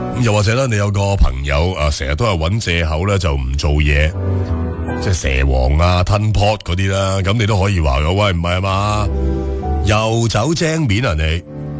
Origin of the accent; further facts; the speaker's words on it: Guangdong, China; 我哋广东人